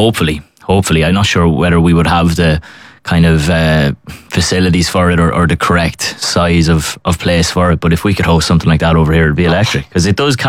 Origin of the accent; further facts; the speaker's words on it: Ireland; like as we're Irish people talking about how great the Irish crowd is